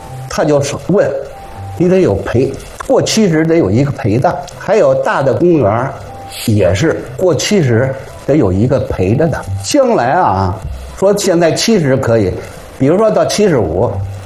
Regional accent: Beijing, China; 必须是北京市户口，我是土生土长的。

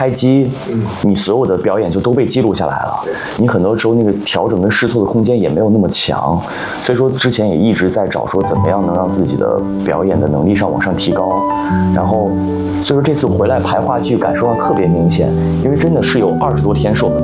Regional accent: Pingdingshan, Henan, China; moved away; 因为我小时候我老家在河南平顶山，其实就是个煤城。

